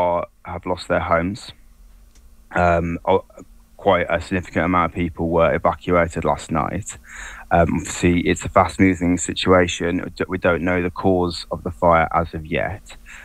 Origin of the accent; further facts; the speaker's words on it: Stourbridge, West Midlands, United Kingdom; my hometown of Stourbridge